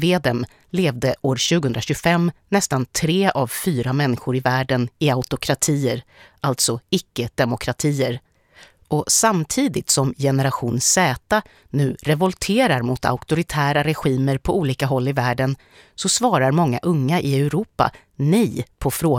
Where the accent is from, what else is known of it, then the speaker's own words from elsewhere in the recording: Sweden; Jag växte upp i Sverige under den moderna demokratins guldålder och har kunnat ta demokratin för given under större delen av mitt liv.